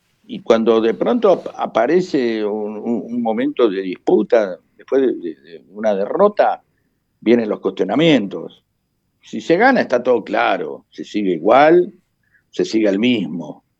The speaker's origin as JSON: {"language": "Spanish", "town": "Avellaneda", "region": "Buenos Aires Province", "country": "Argentina", "also_born_or_lived": "Lanús", "said": "soy de Avellaneda, y de Lanús, y conozco muchos caboverdianos."}